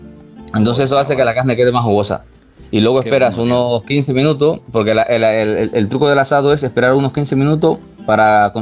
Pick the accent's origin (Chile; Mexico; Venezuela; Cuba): Cuba; Sí, los descendientes de españoles, bueno, que somos los cubanos, que somos prácticamente todos descendientes españoles.